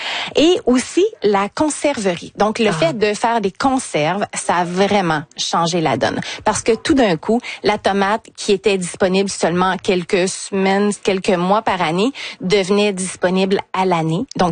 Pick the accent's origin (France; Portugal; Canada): Canada; vers le nord, vers chez nous, au Canada